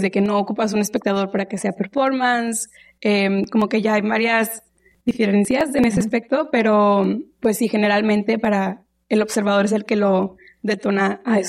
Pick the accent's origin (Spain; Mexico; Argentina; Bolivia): Mexico; yo como mexicana, ¿qué aporto